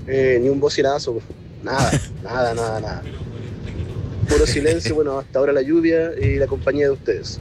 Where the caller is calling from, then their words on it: southern Chile, Chile; vivir acá en el sur de Chile